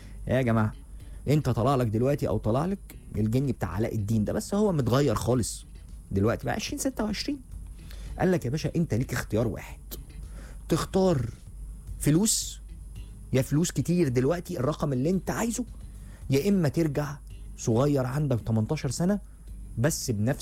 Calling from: Sohag, Sohag Governorate, Egypt; من سوهاج، احب اصبح على خالي محمود ومراته شيماء وستي ام خلف

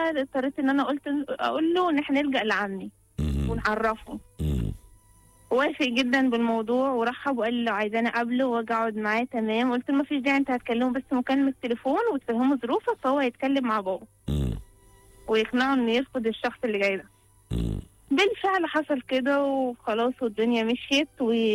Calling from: Beni Suef, Beni Suef Governorate, Egypt; انا من بني سويف

